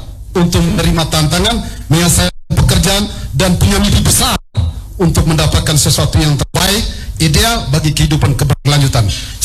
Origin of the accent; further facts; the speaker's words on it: Indonesia; di Desa Manulondo, kampung saya tercinta ini, yaitu Kampung Mahkota.